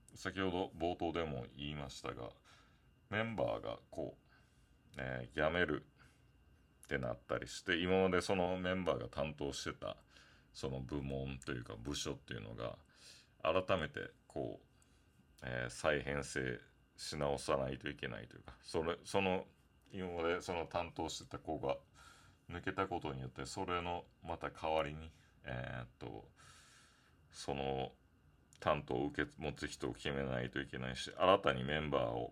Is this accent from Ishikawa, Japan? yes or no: no; Okinawa, Japan; 地元の沖縄